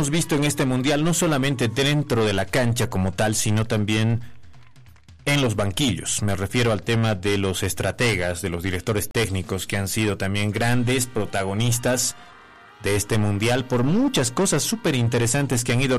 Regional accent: Bolivia; soy boliviano

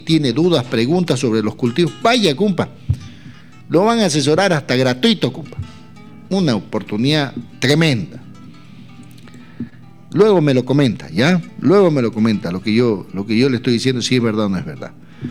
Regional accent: Paredones, Santa Cruz, Bolivia; Saludo a mi pueblo de Paredones, de Amaipatas, de Totora.

